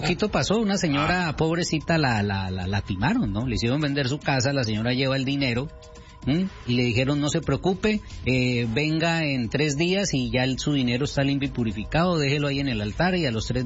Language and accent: Spanish; Colombia; moved away as an adult; also born or lived in Mexico; now in United States; Y sí, yo soy nacido en Colombia, yo salí de mi país desde los 21 años tenía exactamente. Me vine a México, luego aquí en Estados Unidos, voy y vengo.